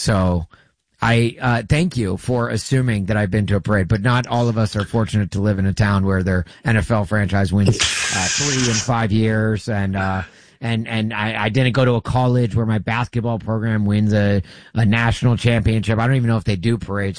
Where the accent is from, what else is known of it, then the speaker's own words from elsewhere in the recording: Los Angeles, California, United States; born there; I was born in Los Angeles